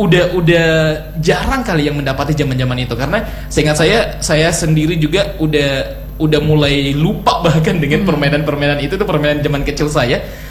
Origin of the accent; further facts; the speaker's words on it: Makassar, South Sulawesi, Indonesia; Saya juga orang sana.